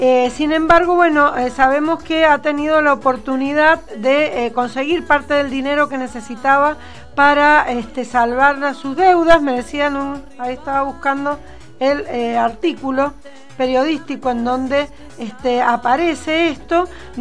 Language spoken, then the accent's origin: Spanish; Mendoza, Argentina; nuestra voluntad como mendocinos